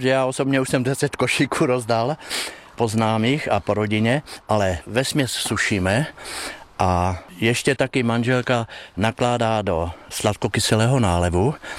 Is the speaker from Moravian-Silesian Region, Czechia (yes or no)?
yes; Bruntál, Moravian-Silesian Region, Czechia; My tady už jezdíme možná 20 roků a jsme z Bruntálu.